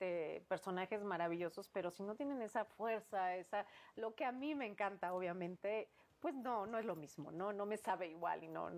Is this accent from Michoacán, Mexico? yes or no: no; Culiacán, Sinaloa, Mexico; Yo soy de Culiacán, vamos a conocer la Ciudad de México